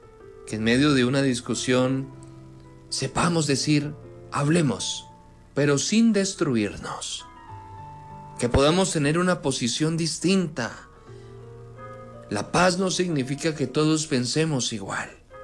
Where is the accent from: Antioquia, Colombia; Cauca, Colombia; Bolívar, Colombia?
Cauca, Colombia; Como caucanos, conocemos de cerca lo que significa vivir en medio de tensiones, de conflictos y de heridas que no terminan de sanar.